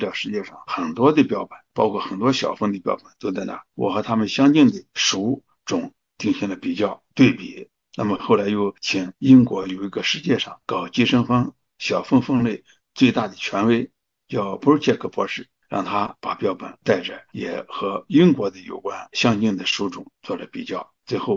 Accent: China; 写出了我们中国人自己的昆虫学教科书

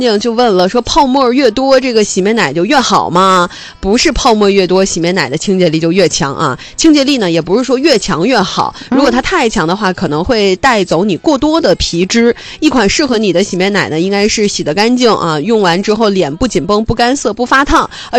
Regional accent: northern China, China; now in Hainan, China; 自从我们北方人自从来了这个海南之后啊

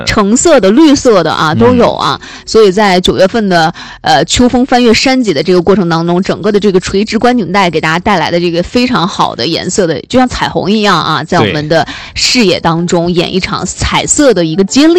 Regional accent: Inner Mongolia, China; 我们老家克什克腾那个地方，它是湿地很少，它是高原上面的林地，然后还有这个相当于高原上面的这个沙地会比较多，

